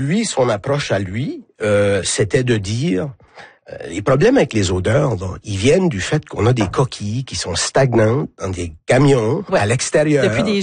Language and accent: French; Cap-Pelé, New Brunswick, Canada; je suis originaire de Capelé